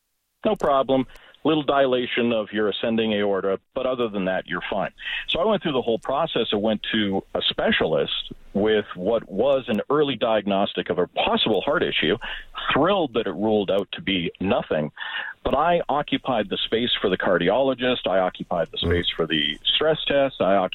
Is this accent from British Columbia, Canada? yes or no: no; Alberta, Canada; Well, I grew up in Alberta, but we were living in Newfoundland at the time.